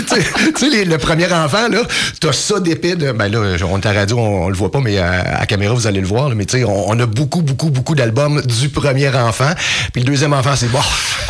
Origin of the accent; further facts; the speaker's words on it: Rouyn-Noranda, Quebec, Canada; Moi, je suis né à Noranda. On a vécu longtemps sur la rue Chadburn, coin 16e Chadburn à Rouyn-Noranda.